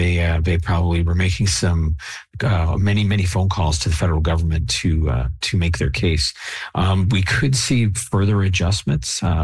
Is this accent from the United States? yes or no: no; Canada; I don't say this because I'm Canadian.